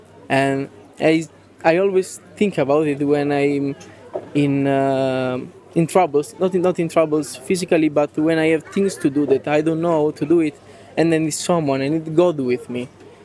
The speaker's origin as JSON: {"language": "English", "country": "Italy", "said": "I'm from Italy."}